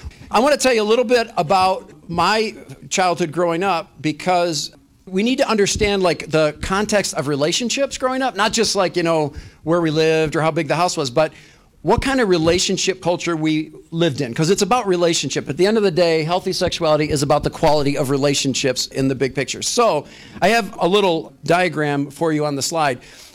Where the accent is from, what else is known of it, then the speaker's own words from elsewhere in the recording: Lincoln Park, Michigan, United States; So, I had six older sisters and no brothers, and we grew up in Lincoln Park, Michigan, on a 1,000-square-foot home with one main bathroom.